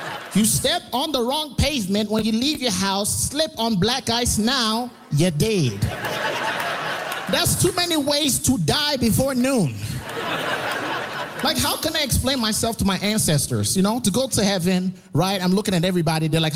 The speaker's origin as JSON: {"language": "English", "town": "Fort McMurray", "region": "Alberta", "country": "Canada", "tie": "born or raised there", "also_born_or_lived": "Nigeria"}